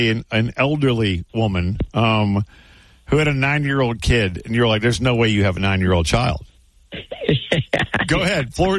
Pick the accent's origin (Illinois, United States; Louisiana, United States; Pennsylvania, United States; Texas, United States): Louisiana, United States; Folsom; I'm from Folsom, Louisiana, born and raised.